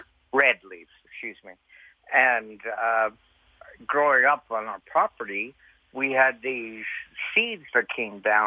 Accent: Knowlton, Quebec, Canada; moved away; I'm originally from Montreal, an hour east in the mountains, a beautiful town called Knowlton.

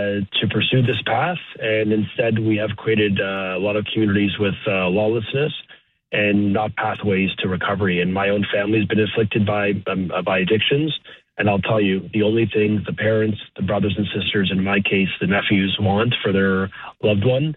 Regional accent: Canada; I can just say as a Canadian

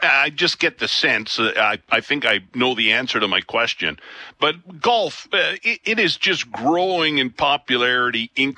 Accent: Lethbridge, Alberta, Canada; when I used to play the 9-hole par 3 course where I grew up in Lethbridge

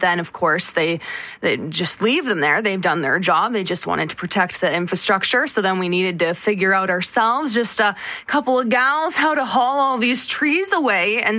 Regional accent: Dryden, Ontario, Canada; a spring storm back in my hometown, Dryden.

